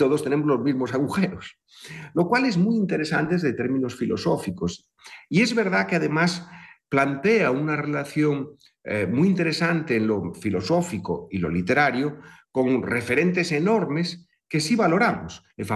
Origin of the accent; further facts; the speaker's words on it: Spain